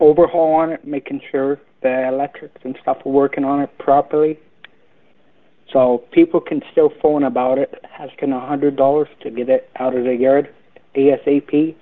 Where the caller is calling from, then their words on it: Langley, Canada; Calling from Langley, of course.